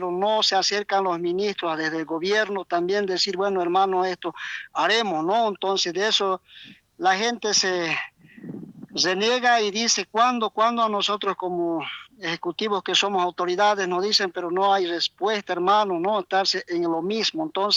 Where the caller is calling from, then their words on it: Bolivia; como bolivianos también.